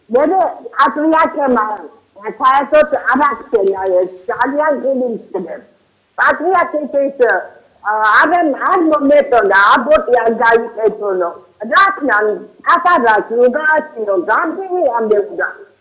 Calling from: Abkhazia, Georgia; 74 წლის ქალი ვარ. ამასთან რამეს აღმოსრები ვარ. აფხაზეთიდან ვარ, სვაგაზონის აფხაზეთიდან.

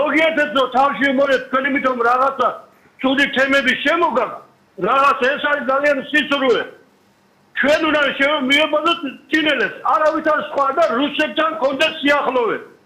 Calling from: Mtskheta-Mtianeti, Georgia; მე რავი ხეთის რაიონიდან ვარ

